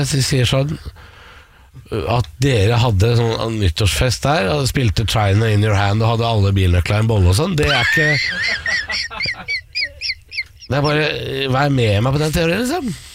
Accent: Drammen, Buskerud, Norway; Hun er fra Telemark etter en plass, og jeg er jo fra Drammen.

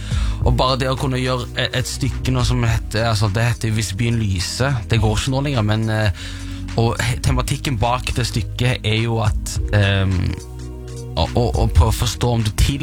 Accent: Stavanger, Rogaland, Norway; moved away as an adult; now in Oslo, Norway

